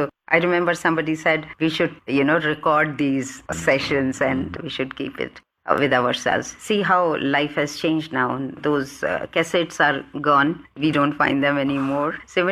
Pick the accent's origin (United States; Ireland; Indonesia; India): India; Delhi; I was born in Delhi and I'm a pure Delhiite. I was born here, I was educated here, I did my MBBS here, I did my post-graduation here, and then I did my job here and I got retirement from Delhi.